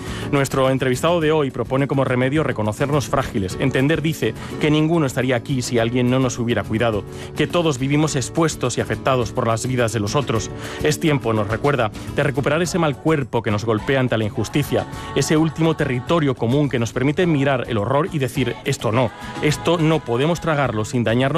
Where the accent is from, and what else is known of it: Spain